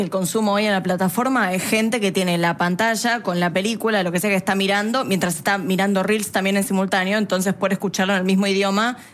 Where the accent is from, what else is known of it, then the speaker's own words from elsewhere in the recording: Buenos Aires, Argentina; soy una porteña muy snob